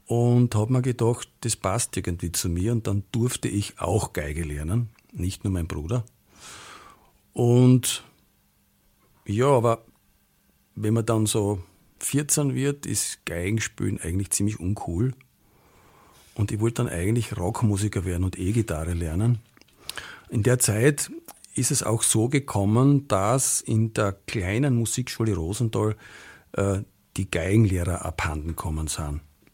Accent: Voitsberg, Styria, Austria; Ich bin in Voitsberg geboren und auch aufgewachsen. Und zwar in der ÖDK-Siedlung.

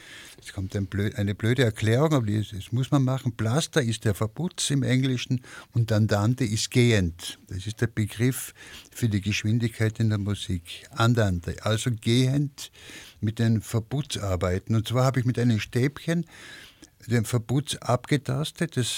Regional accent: Lienz, Tyrol, Austria; Dann habe ich 2013 in meiner Heimatstadt Lienz ein Profil einer Siedlung gemacht.

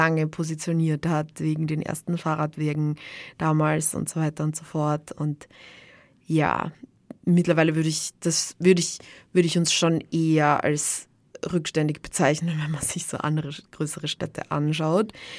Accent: Graz, Styria, Austria; ich bin aus Graz und ich habe schon in sehr vielen unterschiedlichen Bezirken gewohnt, teilweise besser angebunden, teilweise schlechter an das Öffi-Netz und jetzt wohne ich halt gerade im Gries

